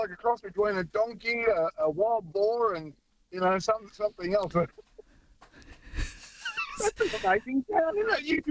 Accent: Australia; us Australians, and that's what you need for a special day.

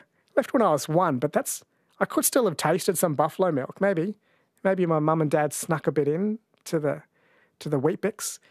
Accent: Kerala, India; born there; Mañana in Malayalam, I was born in Kerala, means yesterday.

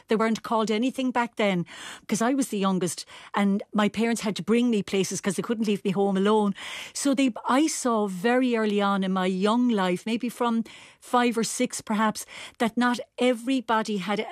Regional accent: Clonmel, Tipperary, Ireland; But I was born and reared in Clonmel.

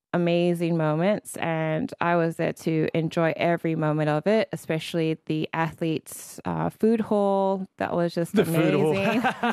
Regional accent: Samoa; now in Australia; So I grew up sailing in Samoa. And there's a lot new technology that have evolved since I started in the islands to coming to Australia and then to the world.

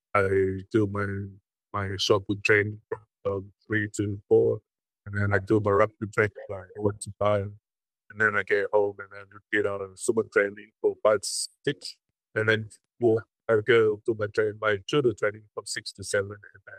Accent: Tonga; also born or lived in Samoa / New Zealand / Hawaii / Japan; I was born in Tonga. 1983, and I grew up here in Tonga, but sort of moving around the island. We moved to Samoa, back to Tonga, and then New Zealand, Hawaii, and then Japan.

